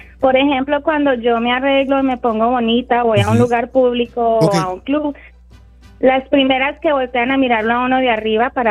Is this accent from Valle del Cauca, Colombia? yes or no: no; Medellín, Antioquia, Colombia; Yo soy de Medellín, Colombia.